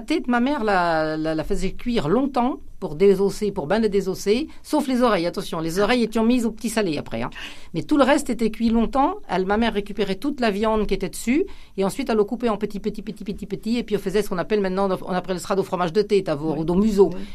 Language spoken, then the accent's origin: French; Nouvelle-Aquitaine, France; chez nous en Poitou